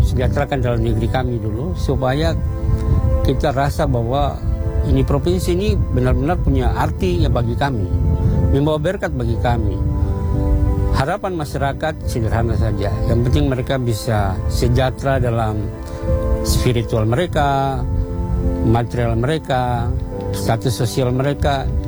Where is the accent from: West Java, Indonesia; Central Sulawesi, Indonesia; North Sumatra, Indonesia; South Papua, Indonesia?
South Papua, Indonesia; Merauke; Saya adalah penduduk asli dari Merauke, dari suku Malin.